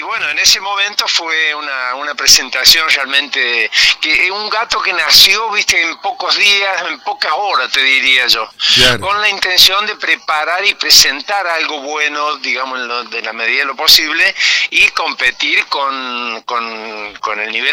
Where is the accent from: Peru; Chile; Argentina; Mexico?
Argentina; Villa Mercedes, San Luis; born there; also born or lived in Concarán; y de ahí ya nos vinimos para acá, para Villa Mercedes, pero ligados permanentemente y por siempre con Concarán